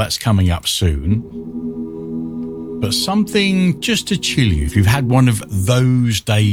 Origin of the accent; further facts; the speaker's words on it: England, United Kingdom; No, because we're English, we're British